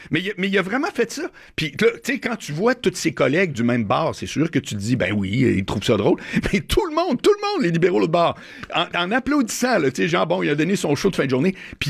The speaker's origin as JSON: {"language": "French", "town": "Quebec City", "region": "Quebec", "country": "Canada", "moved": "as an adult", "lives_now": "Montreal, Canada", "said": "moi, je viens de Québec, j'habite à Montréal, ça fait à peu près 25 ans"}